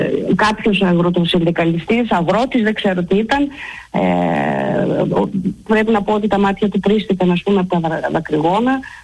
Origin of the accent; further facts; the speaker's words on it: Thrace, Greece; now in Serres, Greece; Και εγώ είμαι Θρακιώτισσα. Κατάγομαι από τη Θράκη.